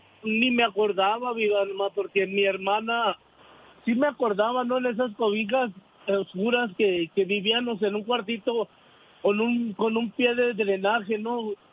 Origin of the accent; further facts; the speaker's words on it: Ciudad Juárez, Chihuahua, Mexico; now in Denver, United States; Yo antes de venirme para acá, Denver, Colorado, soy de Ciudad Juárez, Chihuahua.